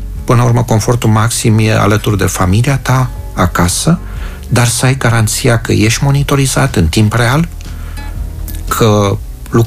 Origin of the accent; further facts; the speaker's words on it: Timișoara, Timiș County, Romania